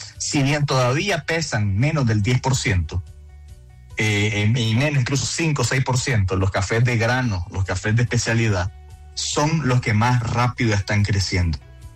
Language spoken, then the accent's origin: Spanish; Colombia; que es parte de nuestra cultura como colombiano